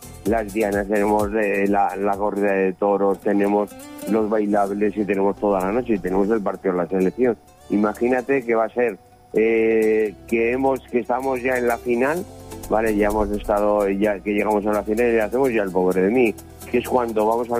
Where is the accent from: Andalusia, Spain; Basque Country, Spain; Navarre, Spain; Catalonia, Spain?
Navarre, Spain; Pamplona